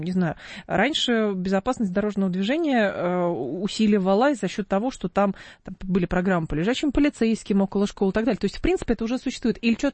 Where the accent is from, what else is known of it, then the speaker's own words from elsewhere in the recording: Lyubertsy, Moscow Oblast, Russia; Я же из Люберец.